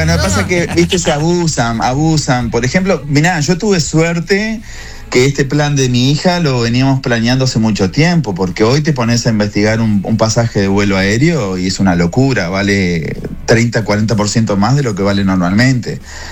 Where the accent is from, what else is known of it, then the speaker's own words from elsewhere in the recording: Maldonado, Uruguay; now in Miami, United States; yo soy de Maldonado. Punta del Este es una cosa, y donde yo vivía, Maldonado es otra.